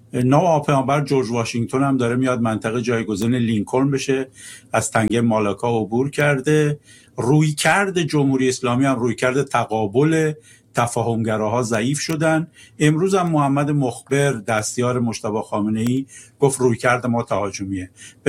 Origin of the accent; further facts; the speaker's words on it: Iran; وظیفه‌مو به عنوان یه ایرانی انجام دادم برای کشورم